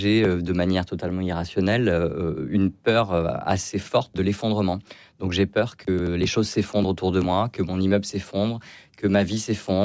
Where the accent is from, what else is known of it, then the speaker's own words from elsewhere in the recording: Hyères, Provence-Alpes-Côte d'Azur, France; Moi, je suis originaire de Hier, j'ai grandi à Hier, donc tout ce qui est reconnexion à mon enfance, ça aurait pu être Hier.